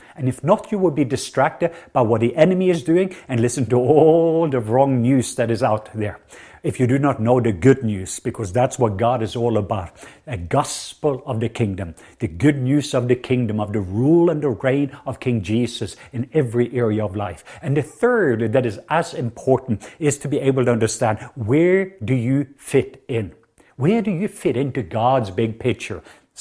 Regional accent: Norway; accent: southern Norwegian; English is a second language; now in Atlanta, United States; I'm from the country of Norway. I know that's surprising to some of you because my accent. Some of you thought that I had a southern accent, and that's correct because I'm from the southwest part of Norway. So I'm a true southerner.

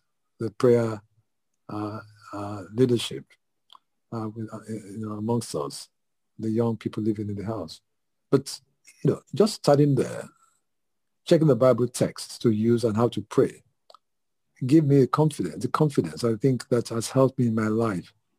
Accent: Lagos, Nigeria; born there; also born or lived in Ibadan / Ile-Ife; I grew up with my grandparents. Initial years of growth were with my grandparents. My mother was in Ibadan, but anyway, I grew up in Lagos.

